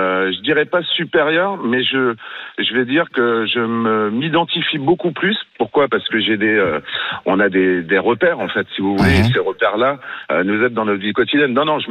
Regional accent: Guingamp, Brittany, France; moved away as an adult; now in Nantes, France; Alors, moi, je suis originaire de Guingamp.

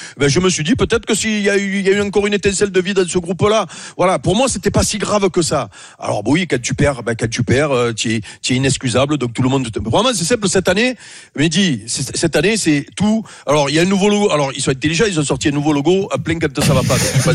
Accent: Robion, Provence-Alpes-Côte d'Azur, France; born there; Non, je suis né à Avignon, oh. Ouais. Je suis né à Robion, les Taillades.

